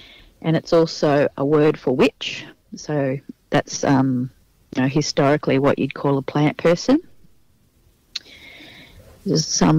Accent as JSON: {"language": "English", "country": "Australia", "tie": "born or raised there", "said": "I'm a born traveller, like I grew up travelling all around Australia"}